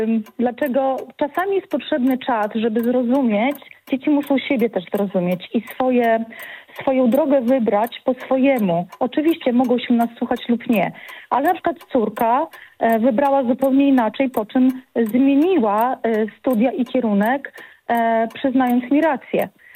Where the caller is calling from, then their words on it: Białystok, Podlaskie Voivodeship, Poland; dzwonię z Białegostoku